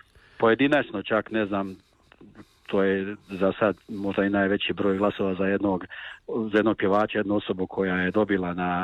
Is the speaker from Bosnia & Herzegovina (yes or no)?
yes; Kotor Varoš, Republika Srpska, Bosnia & Herzegovina; moved away; Ja sam inače rodom iz Kotor Varoša, jedno od lijepog mjesta, svetišta našeg blažene Djevice Marije Sokolina